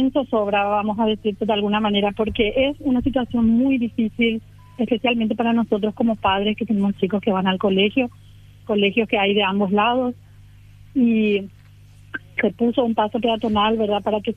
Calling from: Paraguay; como somos los paraguayos

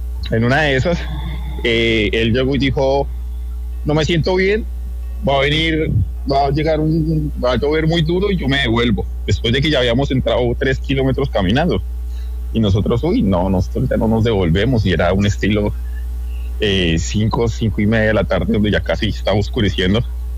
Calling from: Boyacá, Colombia; Yo soy de Boyacá.

